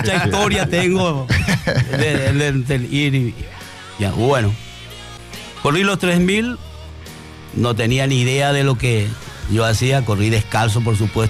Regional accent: Quiquió, Paraguarí, Paraguay; Yo soy de Quiquío.

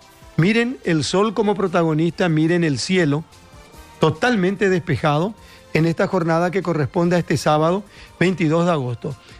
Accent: Carmen del Paraná, Itapúa, Paraguay; Yo soy un sureño, yo soy un Carmen del Paraná.

